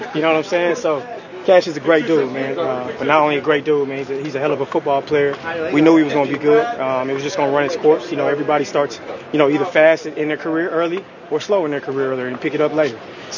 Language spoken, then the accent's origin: English; Dallas, Texas, United States; I'm from Dallas, born and raised